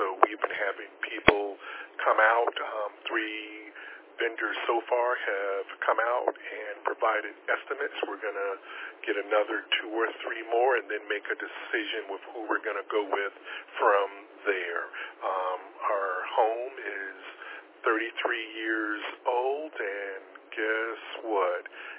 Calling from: Lake City, Florida, United States; … out of Lake City, Florida

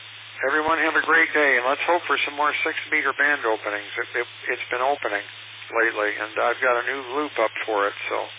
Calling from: Sylvania, Ohio, United States; Very light rain here in Sylvania.

